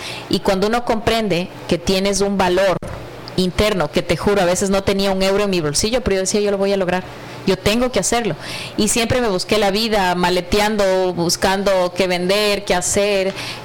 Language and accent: Spanish; Ecuador; also born or lived in Spain; yo soy ecuatoriana y soy preparada.